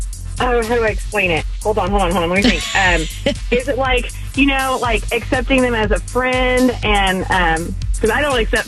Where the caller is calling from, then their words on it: Weatherford, Texas, United States; I am in Weatherford.